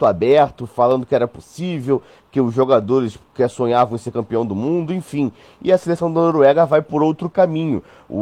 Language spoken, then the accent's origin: Portuguese; Brazil